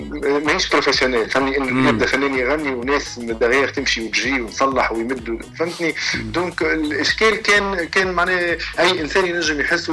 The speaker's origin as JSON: {"language": "Arabic", "country": "Tunisia", "said": "احنا جمهور تونسي"}